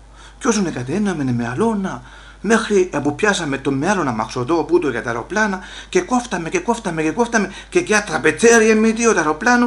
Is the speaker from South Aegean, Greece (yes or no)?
yes; Olympos, South Aegean, Greece; έχω και εγώ λόγο να πω, γιατί να είμαι από την Όλυμπο της Καρπάδου